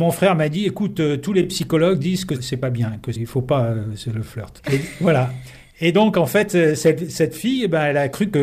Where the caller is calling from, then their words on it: Paris, Île-de-France, France; chez nous, à Paris